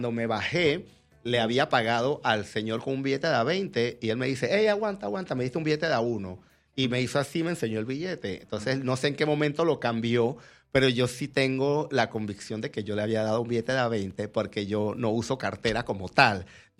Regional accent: Panama; yo no sé que soy panameño.

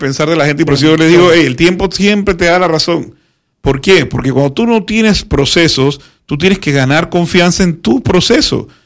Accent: Panama

